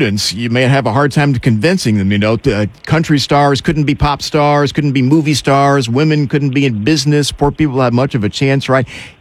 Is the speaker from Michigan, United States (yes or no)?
no; Tennessee, United States; I grew up in Tennessee myself.